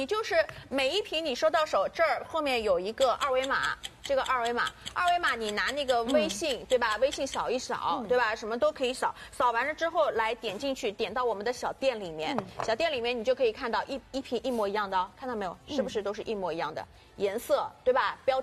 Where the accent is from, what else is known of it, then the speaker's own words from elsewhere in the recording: Shanghai, China; 我们上海人也很实惠的